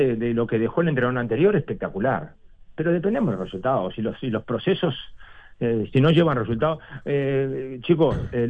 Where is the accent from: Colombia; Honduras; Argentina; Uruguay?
Uruguay; somos uruguayos